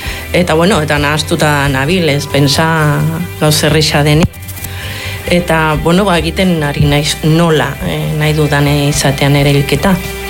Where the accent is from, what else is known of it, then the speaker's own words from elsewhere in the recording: Aldaba, Basque Country, Spain; gero ni Aldaban jaioa naiz, Aldaban bizitun izan 14 urte.